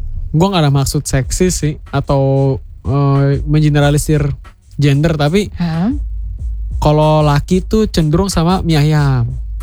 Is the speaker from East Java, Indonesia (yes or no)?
yes; East Java, Indonesia; kan gue orang Jawa Timur ya, dan itu dari daerah gue.